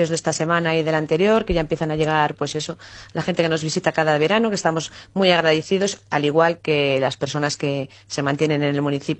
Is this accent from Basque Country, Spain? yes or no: no; Fabero, Castile and León, Spain; la gente que somos de Favero y están fuera